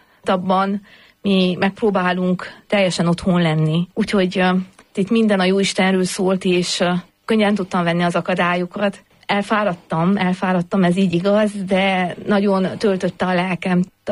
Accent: Transylvania, Romania; Mi érdekes, tehát Erdélyből származom, és nekünk teljesen más, mi ebben növünk bele, tehát ez a mi életünk

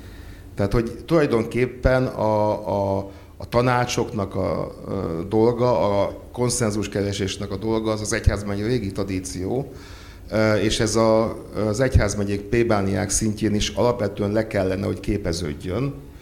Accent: Kecskemét, Bács-Kiskun, Hungary; az én szülővárosomban, Kecskeméten

